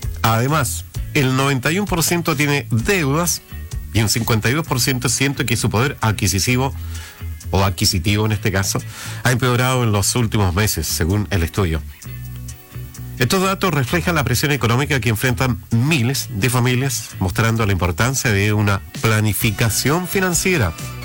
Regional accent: Chile

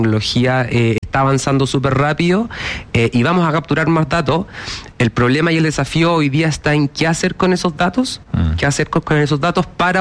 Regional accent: Concepción, Biobío, Chile; Yo soy de Concepción, de toda la vida.

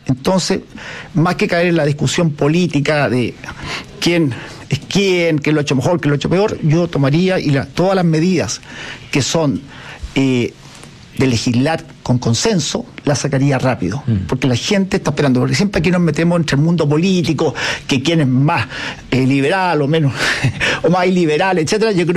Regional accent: Chile

